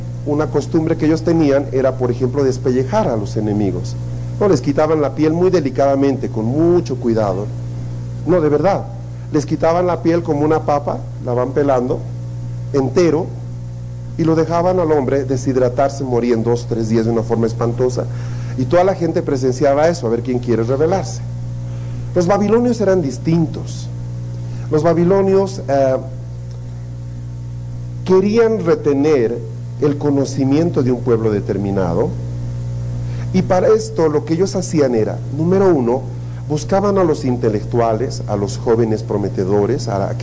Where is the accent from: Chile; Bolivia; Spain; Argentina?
Bolivia; en mi país hay lugares donde la gente habla más o menos así. Habla muy lentito y cantado.